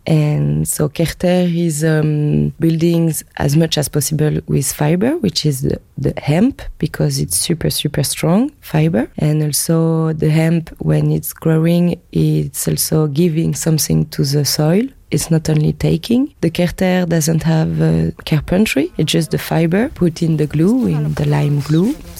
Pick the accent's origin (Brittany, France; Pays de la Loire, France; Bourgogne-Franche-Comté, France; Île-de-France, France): Brittany, France; English is a second language; I'm coming from the Britain part of France.